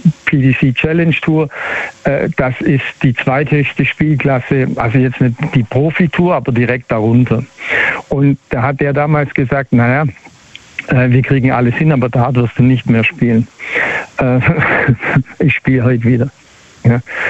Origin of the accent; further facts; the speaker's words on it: Baden-Württemberg, Germany; Als Schwabe, nein.